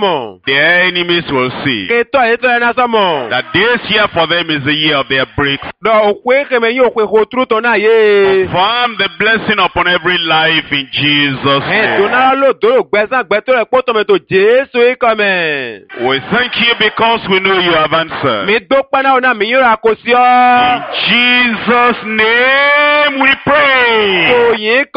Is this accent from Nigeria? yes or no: yes; Nigeria; Because I came from Nigeria, Africa.